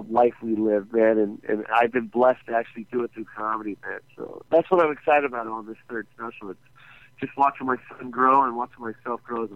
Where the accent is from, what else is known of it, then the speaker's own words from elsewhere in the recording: Las Vegas, Nevada, United States; And then that's my hometown too.